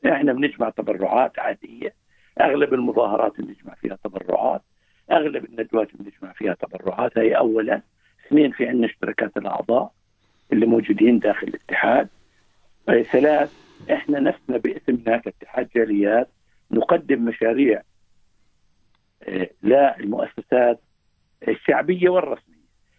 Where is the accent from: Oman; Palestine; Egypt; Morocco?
Palestine; Beit Sahour, Bethlehem Governorate; now in Europe; أنا من بيت ساحور